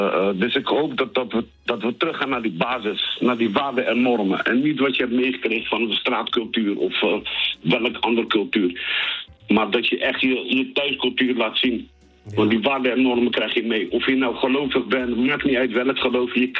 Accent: Rotterdam, South Holland, Netherlands; Dat wil ik ook niet zijn. Ik ben Rotterdammer.

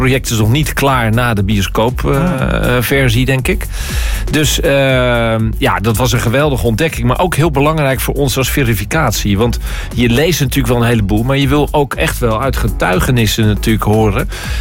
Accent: Rotterdam, South Holland, Netherlands; ik ben zelf geboren en getogen in Rotterdam. Ik woon bijna mijn hele leven al in Rotterdam.

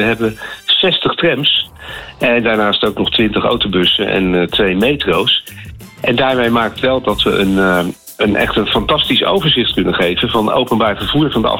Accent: Rotterdam, South Holland, Netherlands; Ik ben ook Rotterdammer en ik hou ook van oude trams.

